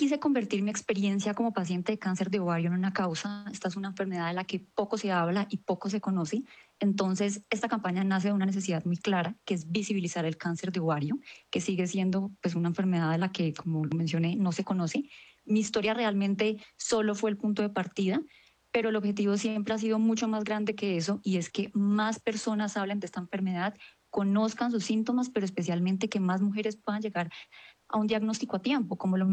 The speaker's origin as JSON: {"language": "Spanish", "town": "Cúcuta", "region": "Norte de Santander", "country": "Colombia", "moved": "yes", "lives_now": "Bogotá, Colombia", "said": "yo soy cucuteña, tengo 29 años, estudié acá en Bogotá, en la Universidad Javeriana, me especialicé en la Universidad de los Andes"}